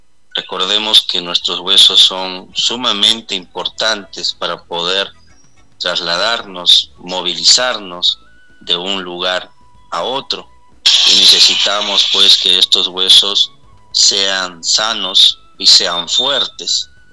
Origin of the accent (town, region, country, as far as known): Peru